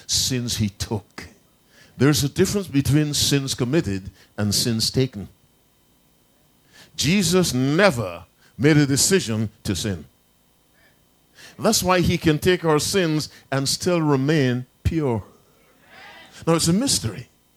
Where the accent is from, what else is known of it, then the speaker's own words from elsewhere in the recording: Barbados; moved away; I'm originally from Barbados